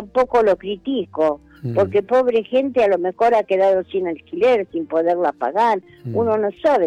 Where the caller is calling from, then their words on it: Mar del Plata, Buenos Aires Province, Argentina; lo que se vive acá en Mar del Plata.